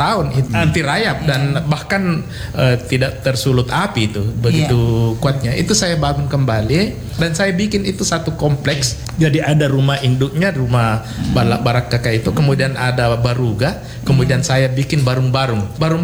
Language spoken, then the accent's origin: Indonesian; Makassar, South Sulawesi, Indonesia; kita sebagai, uh-huh, orang Makassar